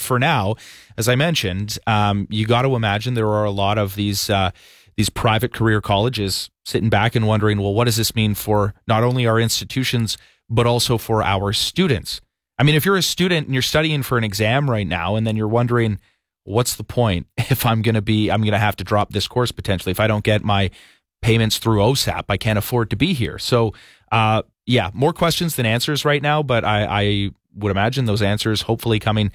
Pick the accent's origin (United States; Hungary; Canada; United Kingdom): Canada; West Coast; now in Ottawa, Canada; I was born and raised on the West Coast. So I was born and raised as a Vancouver Canucks fan.